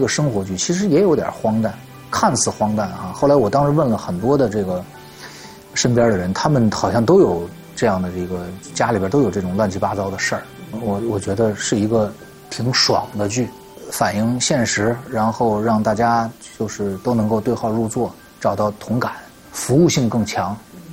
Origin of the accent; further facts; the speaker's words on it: Beijing, China; 我们都是北京人